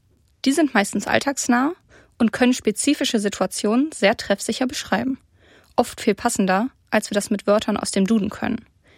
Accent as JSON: {"language": "German", "region": "Rhineland", "country": "Germany", "said": "Ich komme aus dem Rheinland und sage zum Männchen aus Hefeteig Weckmann."}